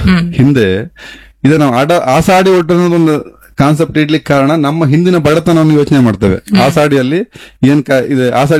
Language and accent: Kannada; Kota, Karnataka, India; ನಮ್ಮ ಕೋಟ ಅನ್ನೋದು ಒಂದು ಹಳ್ಳಿ ಪರಿಸರ. ಆವಾಗ ಕೋಟದಲ್ಲಿ ಜಾತ್ರೆ ಆಗ್ತದೆ, ಒಂದು ಅಮೃತೇಶ್ವರಿ ಜಾತ್ರೆ, ಒಂದು ಹಿರೇಮಾಲಿಂಗೇಶ್ವರ ಜಾತ್ರೆ. ಅದೆರಡು ಜಾತ್ರೆಯಲ್ಲಿ ಆಗುವಂತ ಕಾರ್ಯಕ್ರಮಗಳನ್ನ ನಾವು ನೋಡಿ ಬೆಳೆದವರು.